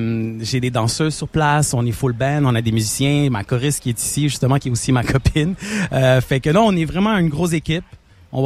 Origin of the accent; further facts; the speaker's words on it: Quebec, Canada; moi, je viens pas de Québec, mais je suis québécois.